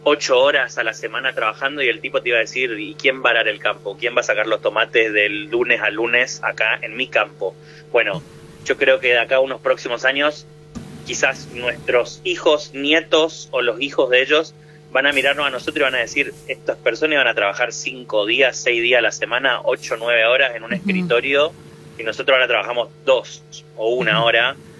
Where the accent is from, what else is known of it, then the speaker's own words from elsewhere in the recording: Corrientes, Argentina; now in Buenos Aires, Argentina; yo soy correntino, vivo en Buenos Aires